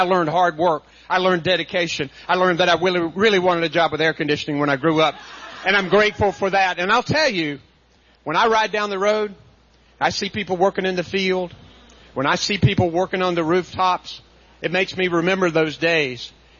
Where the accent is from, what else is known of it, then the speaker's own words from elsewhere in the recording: North Carolina, United States; growing up in Eastern North Carolina. My mom's a public school teacher.